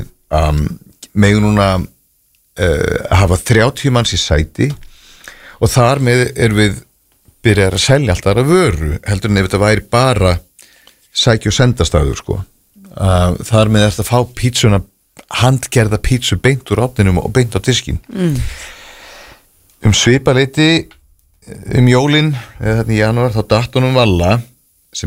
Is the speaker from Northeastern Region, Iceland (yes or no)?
no; Reykjavík, Capital Region, Iceland; ég fættur og uppalinn á Sólvallagötu sem bara nokkrum húsum frá og ég hef aldrei farið úr Vesturbænum